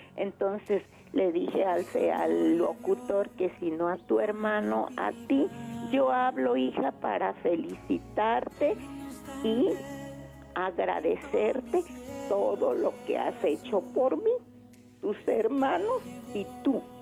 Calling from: Naucalpan, State of Mexico, Mexico; Igual aquí en Naucalpan, Estado de México.

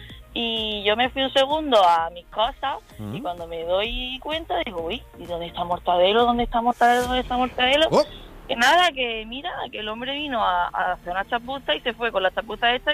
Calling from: Almería, Andalusia, Spain; que soy de Almería

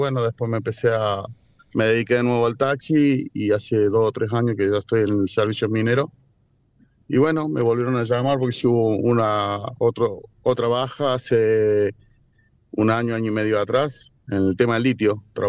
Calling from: Córdoba, Argentina; Acá en Córdoba, sí.

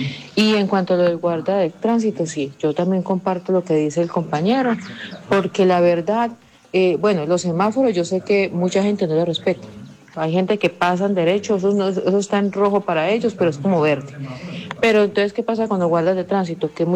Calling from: La Unión, Colombia; de La Unión.

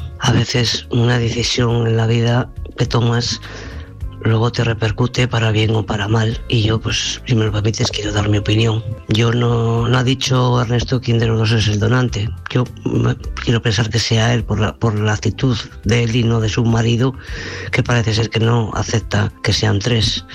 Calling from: Santander, Cantabria, Spain; de Santander.

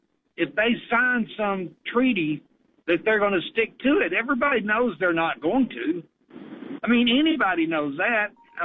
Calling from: Dawsonville, Georgia, United States; it's your old friend … from Dawsonville.

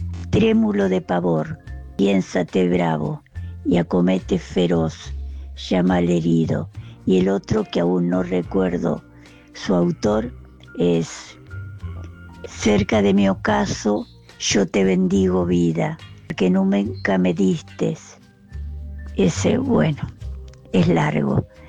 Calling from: Villa Constitución, Santa Fe, Argentina; de Villa Constitución.

